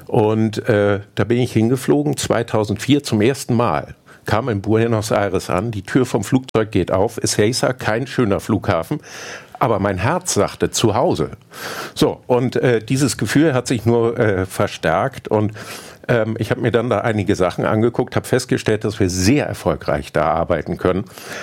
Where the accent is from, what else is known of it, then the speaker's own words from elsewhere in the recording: Hamburg, Germany; also born or lived in Argentina; Ich bin Hamburger. Wir haben einige Jahre im Ausland gelebt. Ich hatte das große Glück, 5 Jahre mit meiner Partnerin in Argentinien leben und arbeiten zu dürfen.